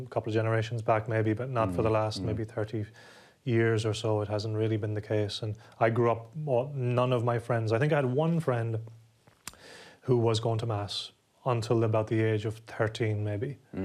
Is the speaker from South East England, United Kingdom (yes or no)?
no; London, United Kingdom; born there; Yes, I was born here in England, born in London, 1979.